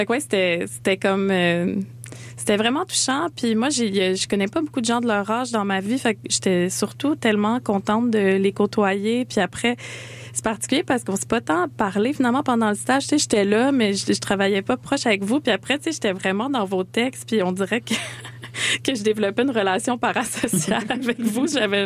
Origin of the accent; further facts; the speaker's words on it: Sorel-Tracy, Quebec, Canada; moved away; je viens de Sorel. Je suis allée à la polyvalente Fernand Lefebvre à Sorel.